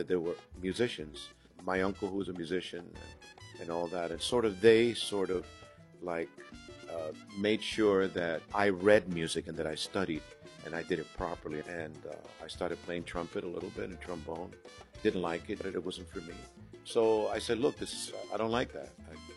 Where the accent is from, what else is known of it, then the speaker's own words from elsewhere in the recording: Bronx, New York, United States; Yeah, I grew up in the Bronx when I was a kid, and growing up there was really tough in my days.